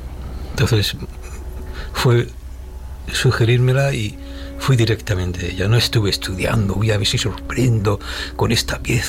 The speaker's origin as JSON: {"language": "Spanish", "town": "Almería", "region": "Andalusia", "country": "Spain", "tie": "born or raised there", "also_born_or_lived": "Madrid", "said": "me trajeron con 2 años de vida. Uh-huh. Nací en Goya, pero me trajeron con 2 años de vida, ya bautizado. Luego volví a Madrid por temas de estudio y otros motivos y volví a Almería"}